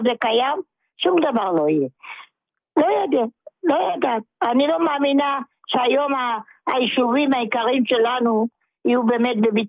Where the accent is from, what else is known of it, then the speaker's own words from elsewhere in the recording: Holon, Tel Aviv District, Israel; מחולות, דיברנו כבר.